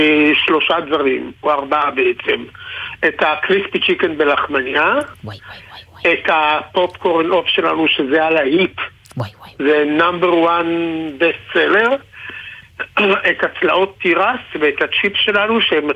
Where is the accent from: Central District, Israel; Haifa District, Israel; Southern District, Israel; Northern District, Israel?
Haifa District, Israel; Haifa; לא, אני מאוד גאה שנולדתי בחיפה, ויש לי פינה חמה מאוד לחיפה.